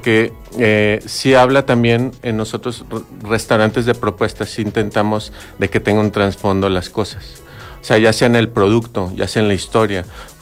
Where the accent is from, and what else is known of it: León, Guanajuato, Mexico